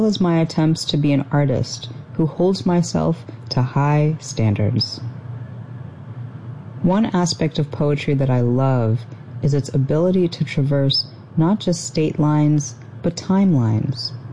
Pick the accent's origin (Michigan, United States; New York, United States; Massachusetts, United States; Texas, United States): Texas, United States; moved away as an adult; I grew up in Texas and then left for many years to be a nomadic writer, and have settled back there for the last several years near my parents, who have been rooting there since the early 1980s.